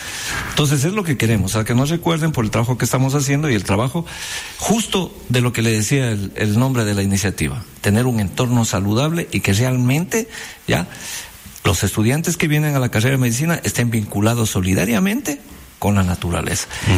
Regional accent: Loja, Ecuador; Yo soy lojano de Loja.

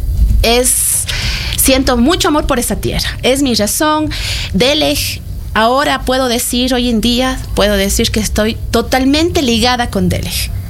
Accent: Cañar, Ecuador; Luego regresé a mi tierra, Cañari, en donde en ese entonces se llamaba Dirección Provincial de Salud del Cañar.

